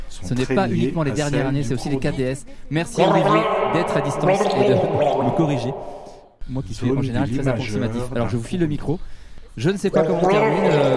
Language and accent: French; Angers, Pays de la Loire, France; Moi, je suis un peu du coin, je suis d'Angers